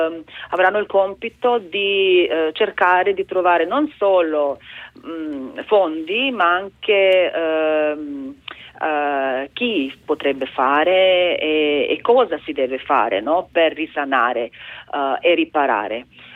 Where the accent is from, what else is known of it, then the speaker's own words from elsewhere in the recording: Lucija, Slovenia; Per me personalmente, che sono di Santa Lucia.